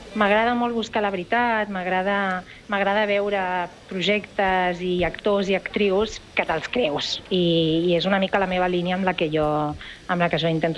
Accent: Barcelona, Catalonia, Spain; moved away as an adult; now in Berlin, Germany; Jo sóc de Barcelona, del barri de Camp de l'Arpa.

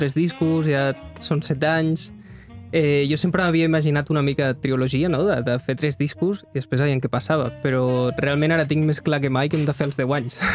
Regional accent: Barcelona, Catalonia, Spain; soc de Sant Andreu de pràcticament tota la vida

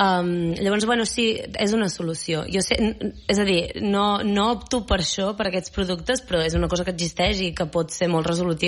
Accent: Catalonia, Spain; I clar, jo soc catalana, llavors... El meu tarannà de cuinar sempre és de cuina catalana, no?

